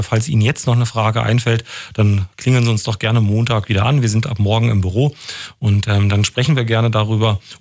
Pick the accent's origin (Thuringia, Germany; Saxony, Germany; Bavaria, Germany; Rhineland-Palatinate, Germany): Thuringia, Germany; Also als Thüringer weiß ich, was wir im Schnitt im Schrank haben.